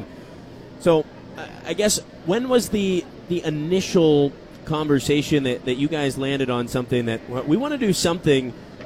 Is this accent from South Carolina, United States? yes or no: no; Kansas City, Missouri, United States; I grew up in Kansas City